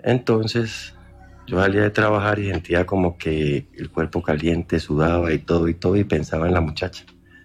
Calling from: Cali, Valle del Cauca, Colombia; yo vivo en Cali, y hace unos 20 años, yo tengo 41

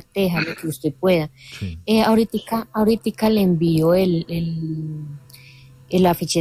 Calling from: Sevilla, Valle del Cauca, Colombia; De Sevilla Valle.

